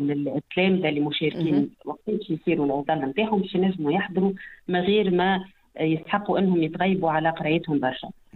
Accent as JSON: {"language": "Arabic", "country": "Tunisia"}